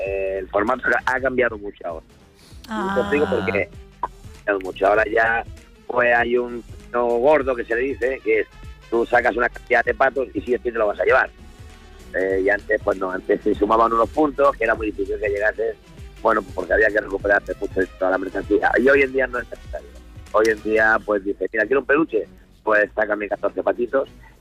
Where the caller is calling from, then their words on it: Málaga, Andalusia, Spain; Yo vivo en Málaga